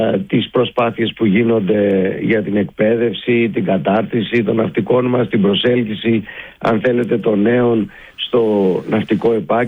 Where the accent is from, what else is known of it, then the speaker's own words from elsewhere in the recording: Greece; εμείς ως Έλληνες είμαστε υπερήφανοι